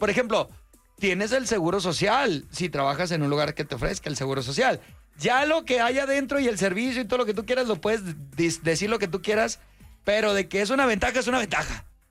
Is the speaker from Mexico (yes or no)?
yes; Mexico